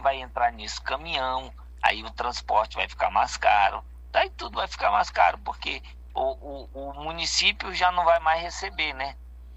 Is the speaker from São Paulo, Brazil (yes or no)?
no; Presidente Figueiredo, Amazonas, Brazil; como eu sou de Presidente Figueiredo, eu tenho um monte de parente